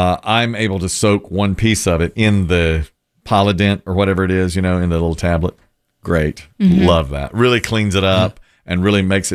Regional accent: Asheboro, North Carolina, United States; And I was like, I'm from Asheboro. I had nothing like that.

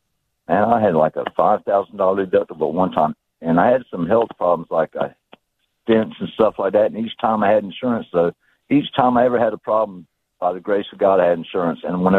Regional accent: Sanford, United States

